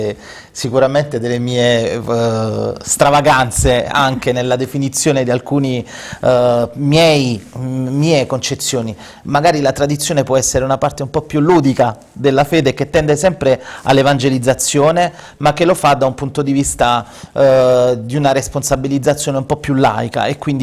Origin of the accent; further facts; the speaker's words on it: Taranto, Apulia, Italy; permettimi di dire da Tarantino orgogliosamente